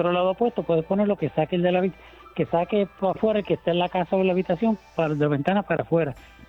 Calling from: Toa Alta, Puerto Rico; de Toa Alta.

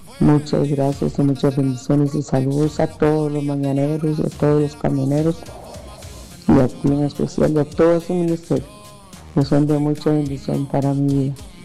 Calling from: Tres Ríos, Cartago, Costa Rica; de Tres Ríos.

